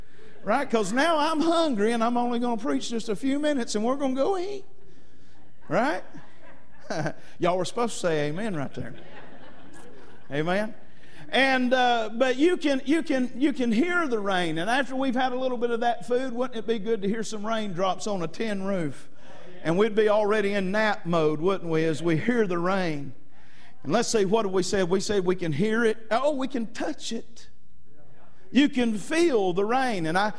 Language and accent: English; Georgia, United States; I grew up in North Georgia